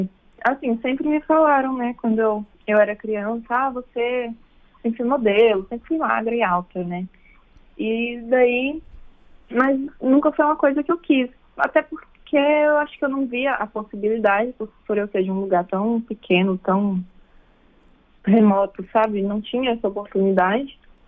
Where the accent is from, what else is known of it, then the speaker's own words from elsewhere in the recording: Ibitanga, Bahia, Brazil; Eu sou filha única, eu cresci aqui em Ibitanga, no interior da Bahia, e eu tive uma infância muito feliz.